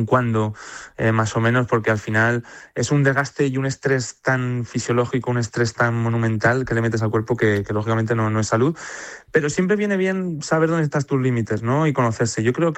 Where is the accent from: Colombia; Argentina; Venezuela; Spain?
Spain; Calamocha, Aragon; mi tierra es el paraíso del entreno, siempre lo digo. Calamocha en Teruel.